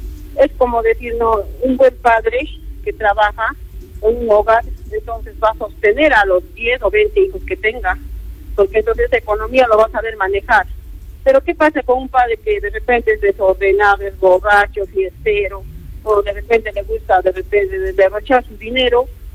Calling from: Peru

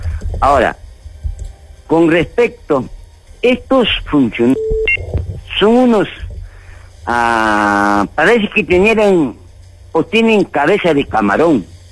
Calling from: Arequipa, Peru; yo vivo en Parque Humachil.

